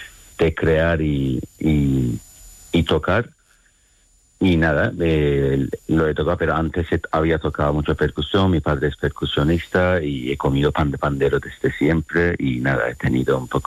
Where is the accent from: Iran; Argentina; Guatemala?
Iran; Spanish is a second language; Irán es como doble de España de grande, 90 millones de habitantes, muchas etnias, yo soy turco de Irán